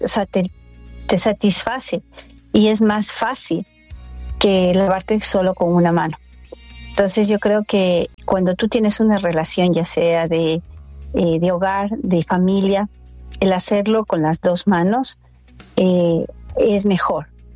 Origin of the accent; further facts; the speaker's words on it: Ecuador; now in United States; yo nací acá, pero me crié en el Ecuador.